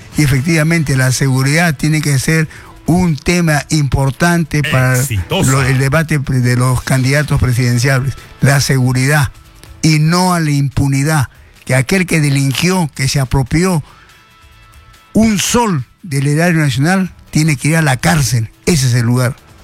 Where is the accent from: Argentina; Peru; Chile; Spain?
Peru; como la mayoría de los peruanos nos ganamos la vida trabajando